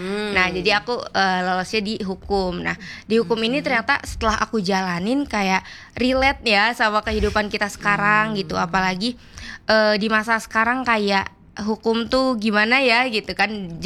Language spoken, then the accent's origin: Indonesian; Bekasi, West Java, Indonesia; now in Bandung, Indonesia; Kalau aku kebetulan di sini merantau. Aku dari Bekasi.